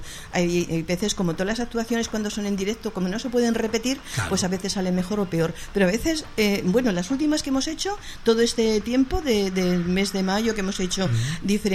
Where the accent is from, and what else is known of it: Aragon, Spain; now in Barcelona, Spain